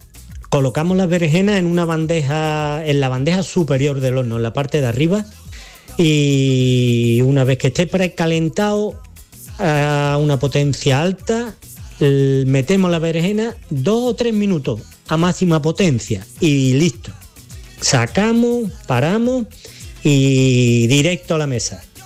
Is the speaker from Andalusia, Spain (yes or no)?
yes; Mijas, Andalusia, Spain; de las Lagunas de Mija.